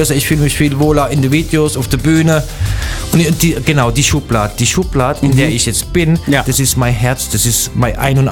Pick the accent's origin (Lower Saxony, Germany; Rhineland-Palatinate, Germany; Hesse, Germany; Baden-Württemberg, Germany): Rhineland-Palatinate, Germany; accent: Palatinate German